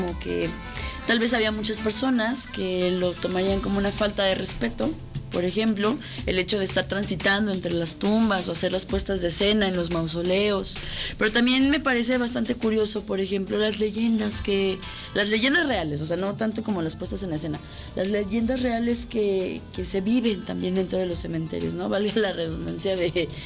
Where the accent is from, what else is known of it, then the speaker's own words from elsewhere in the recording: Mexico; nosotros, culturalmente hablando, como mexicanos